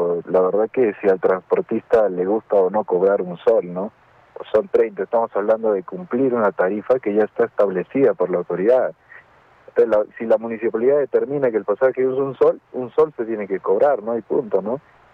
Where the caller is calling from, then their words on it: Arequipa, Peru; ponernos fuertes como arequipeños y hacer cumplir la ley